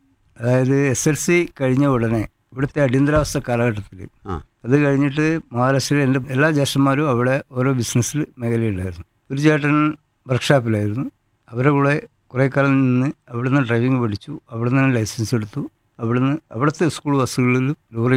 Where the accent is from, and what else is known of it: Kerala, India; moved away; also born or lived in Maharashtra